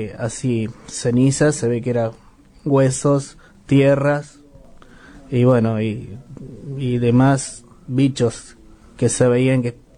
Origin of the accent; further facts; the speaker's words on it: Ceres, Santa Fe, Argentina; Bueno, yo vengo de Ceres, aparte me enteré por la radio, así, bueno.